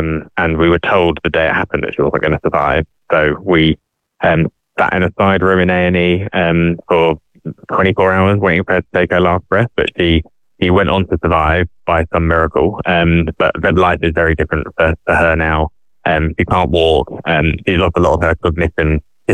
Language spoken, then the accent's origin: English; United Kingdom; a lot of the ultra marathons that I've been running have been in the UK and have been my hometown where I grew up